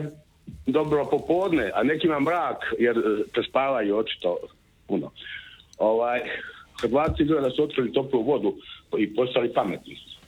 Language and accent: Croatian; Knin, Šibenik-Knin County, Croatia; Pa ja ću spomenuti, ja dolazim iz Knina, inače i sa Imoćanim.